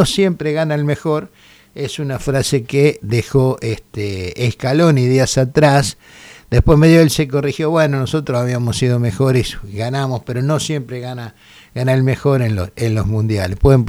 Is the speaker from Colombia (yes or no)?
no; Argentina